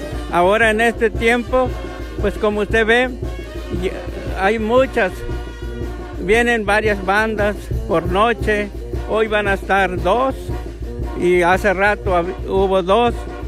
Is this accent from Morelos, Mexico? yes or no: no; Taxtitla, Veracruz, Mexico; Sí, soy nativo de aquí y mi papá me enseñó a trabajar el campo.